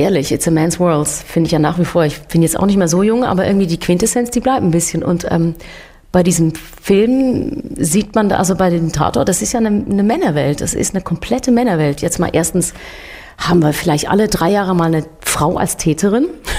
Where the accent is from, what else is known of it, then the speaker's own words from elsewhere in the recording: Switzerland; bei uns in der Schweiz jetzt gerade, blase ich mich gerne mal auf, weil wir Schweizer sind ja sonst so bescheiden